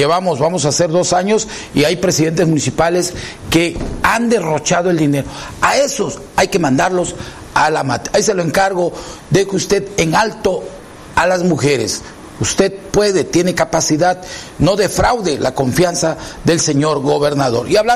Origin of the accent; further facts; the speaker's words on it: Tuxtla Gutiérrez, Chiapas, Mexico; se lo digo como chiapaneco, como mexicano y como pues tuxtleco